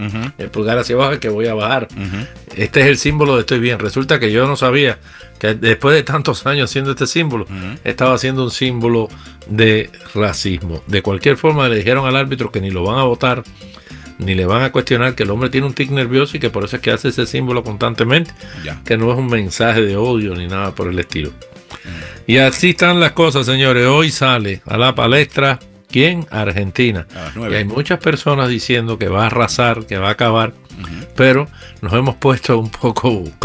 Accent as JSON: {"language": "Spanish", "country": "Mexico", "said": "No, pero nosotros somos mexicanos."}